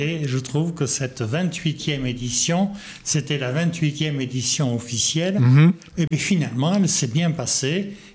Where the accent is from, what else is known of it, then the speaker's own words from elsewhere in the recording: Tarbes, Occitanie, France; born there; Alors, je suis né à Tarbes il y a trop longtemps. J'ai passé un bac très jeune. J'avais 16 ans. Puis je suis parti à Toulouse.